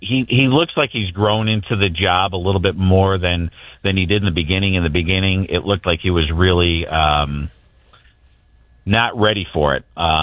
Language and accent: English; Lansing, Illinois, United States; I grew up in Lansing. I know what's happening to the south suburbs. I know what's happening to many of the minority communities because that's where I'm from.